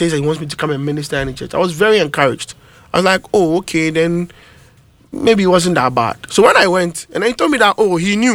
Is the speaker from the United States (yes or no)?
no; Abosokai, Ghana; I grew up in Abosokai